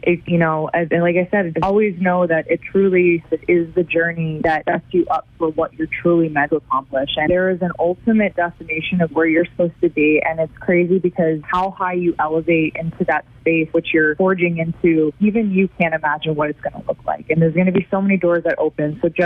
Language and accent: English; Maine, United States; I grew up in Oxford Hills, Maine.